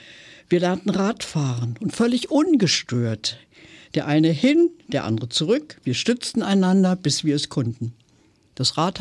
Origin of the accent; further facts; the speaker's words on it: Berlin, Germany; Ich stamme zum Beispiel aus Berlin, war auch gewissermaßen Frontstadt.